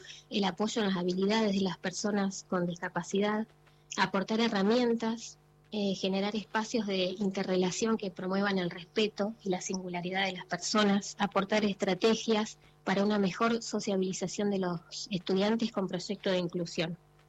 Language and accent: Spanish; Jacobacci, Río Negro, Argentina; now in Viedma, Argentina; Y para Jacobacci, porque yo soy de Jacobacci, soy nacida en Jacobacci, me vine desde muy adolescente ya para Viedma